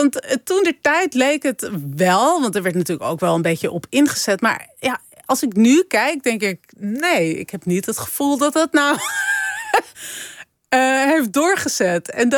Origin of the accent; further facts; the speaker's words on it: Amsterdam, North Holland, Netherlands; ik heb er als Amsterdammer natuurlijk grote moeite mee. Ik vind het heel moeilijk om in dezelfde buurt te wonen waar ik opgroei.